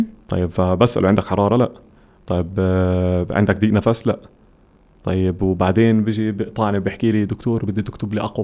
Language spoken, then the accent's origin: Arabic; West Bank, Palestine; عندنا في الضفة الغربية